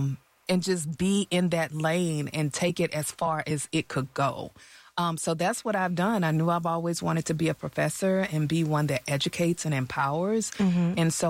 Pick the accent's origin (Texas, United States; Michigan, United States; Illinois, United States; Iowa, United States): Texas, United States; I was that homegirl from Harm Clark, Texas, where I grew up. The baby of the family, just a dreamer, always dreaming big.